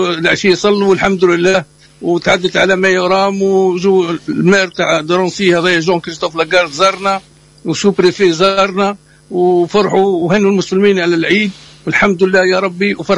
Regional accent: Tunisia; now in Drancy, France; بلادنا تونس

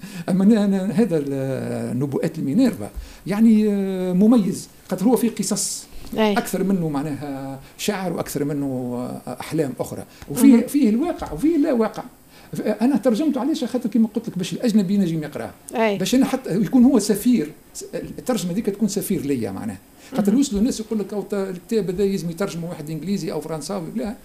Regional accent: Tunisia; خاطر عنا نحن أصول أمازيغية في تونس

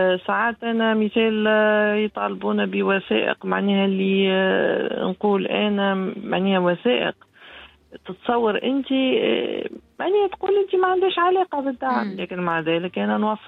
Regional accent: Tunisia; شوف تونس نقول لهم أنا راهو تونسي حنين وكريم

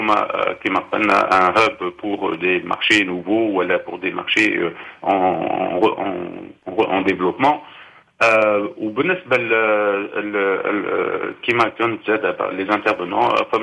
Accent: Tunisia; احنا في كتونس

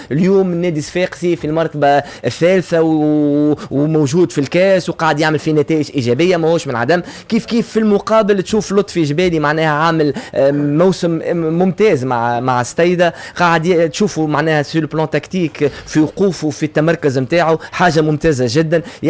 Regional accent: Tunisia; حتى الشيء اللي موجود عندنا في تونس

